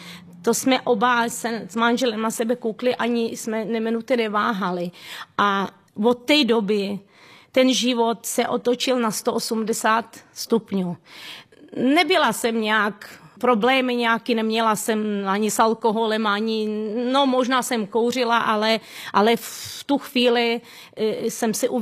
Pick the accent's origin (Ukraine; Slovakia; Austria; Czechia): Ukraine; jsem původem z Ukrajiny a chtěla bych vám říct o svých zážitcích